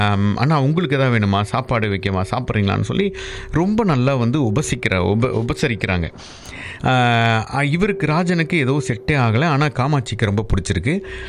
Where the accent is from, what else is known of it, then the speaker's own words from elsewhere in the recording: Varanasi, Uttar Pradesh, India; என்னை பெற்றவங்க வந்து காசியில் என்னை வந்து விட்டுட்டு போயிட்டாங்க, நான் ஒரு அனாதையாக தான் காசியில் வளர்ந்தேன்